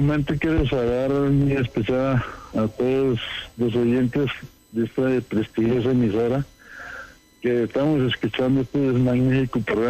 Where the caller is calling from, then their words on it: Boyacá, Colombia; yo soy de Boyacá